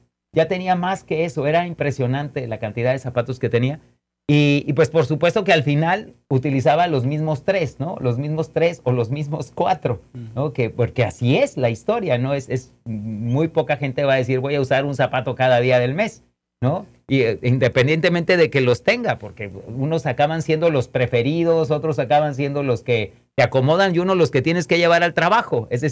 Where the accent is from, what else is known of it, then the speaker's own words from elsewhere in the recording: Mexico; now in United States; los que crecimos en México